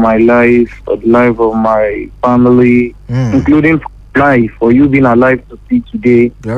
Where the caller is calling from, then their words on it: Ondo, Nigeria; I'm calling from Ondo State.